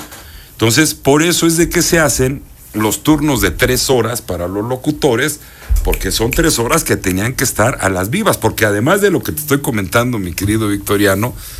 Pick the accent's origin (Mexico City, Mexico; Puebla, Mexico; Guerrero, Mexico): Puebla, Mexico; Nací en Puebla.